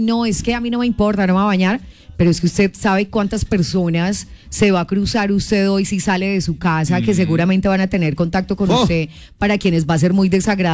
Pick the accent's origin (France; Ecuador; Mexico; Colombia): Colombia; somos los colombianos.